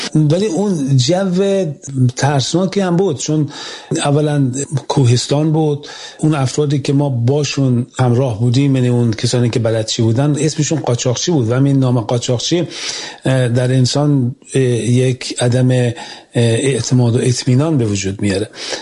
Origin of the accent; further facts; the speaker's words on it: Iran; ولی خب بعد مترجم اومد و روشن شد که ما از ایران اومدیم.